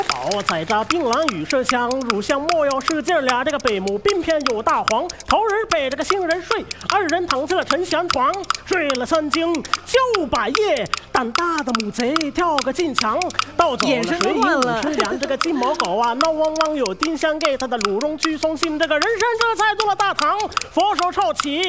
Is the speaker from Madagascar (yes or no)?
yes; Madagascar; Chinese is a second language; now in Beijing, China; 大家好，我是来自马达加斯加的 … ，我现在是北京外国语大学的马达加斯加语专业的老师。